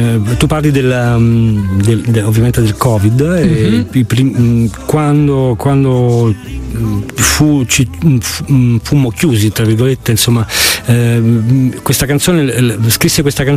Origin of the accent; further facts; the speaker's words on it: Naples, Campania, Italy; Sì, ma da napoletano prima o poi ti non scappi.